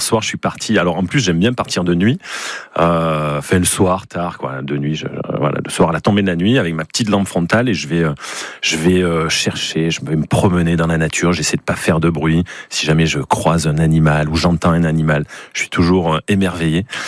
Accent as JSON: {"language": "French", "town": "Gruffy", "region": "Auvergne-Rhône-Alpes", "country": "France", "said": "moi, je suis de Gruffy, côté ouest"}